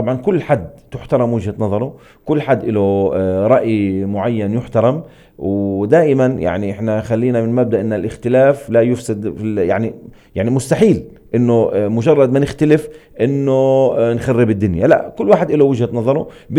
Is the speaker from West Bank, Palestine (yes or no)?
yes; Hebron, West Bank, Palestine; عندنا في الخليل